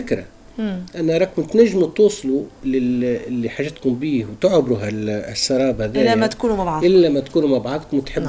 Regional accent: southern Tunisia, Tunisia; moved away; أنا من الصحراء وننتمي لها لكن بعدت عليها ونرجع لها

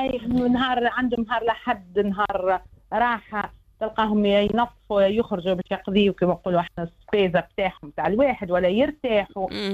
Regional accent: Tunisia; now in Italy

